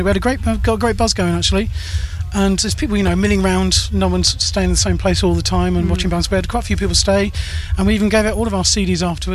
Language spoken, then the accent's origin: English; Haverhill, East of England, United Kingdom; Haverhill, my hometown